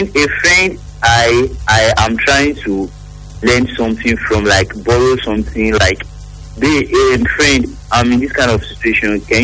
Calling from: Benin City, Edo, Nigeria; I'm calling from Benin.

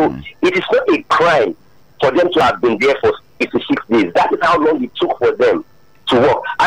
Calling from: Lagos, Nigeria; I'm calling from Abulegba.

